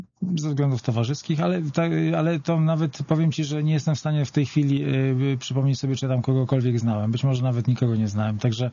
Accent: Warsaw, Masovian Voivodeship, Poland; długo mieszkałem na Woli

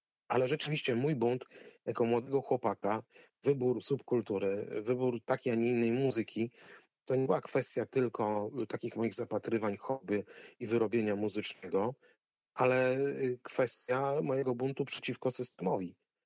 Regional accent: Szczytno, Warmian-Masurian Voivodeship, Poland; ja wychowywałem się na osiedlu, gdzie mieszkały rodziny oficerskie, szczytnie, pilotów z Lipowca, z jednostki wojskowej, a jednocześnie było sporo rodzin milicyjnych, bo też była szkoła milicyjna

